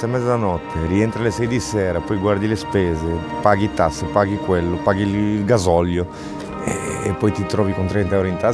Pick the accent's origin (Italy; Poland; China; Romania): Romania; Italian is a second language; Cioè, io parlo io che sono rumeno